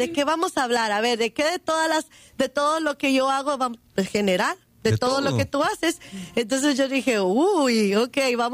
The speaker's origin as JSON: {"language": "Spanish", "country": "Guatemala", "moved": "yes", "said": "yo también muy orgullosa de ser guatemalteca"}